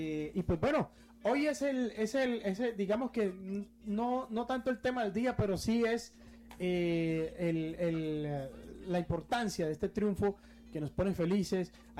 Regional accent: Colombia; Hay algo que siempre nos une como colombianos y es la Selección Colombia.

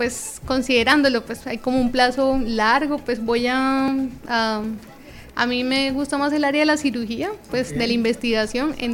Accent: Bogotá, Colombia

